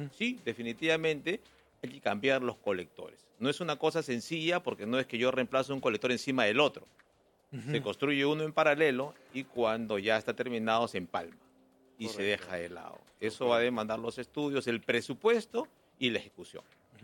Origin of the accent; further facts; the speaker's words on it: Lima, Peru; Nosotros como limeños